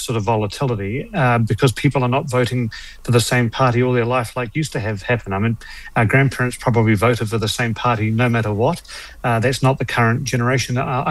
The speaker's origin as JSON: {"language": "English", "country": "New Zealand", "said": "I know that as a Kiwi."}